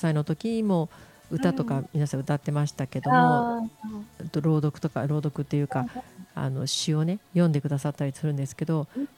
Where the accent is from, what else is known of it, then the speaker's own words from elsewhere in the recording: Koshigaya, Saitama, Japan; 海のない埼玉県越谷市で生まれ育った私は海に憧れてました。